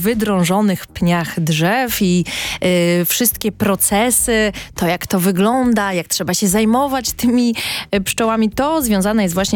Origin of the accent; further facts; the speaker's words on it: Podlaskie Voivodeship, Poland; Ja uczyłam się nawet plecionkarstwa, będąc w przedszkolu, a jestem z Podlasia, także i tam ta kultura dotarła.